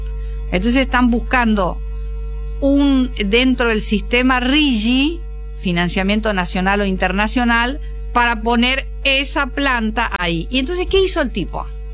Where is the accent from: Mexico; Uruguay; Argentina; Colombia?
Argentina; Avellaneda, Santa Fe; born there; Avellaneda, que está al lado, tiene parque industrial, es una ciudad chiquita donde yo nací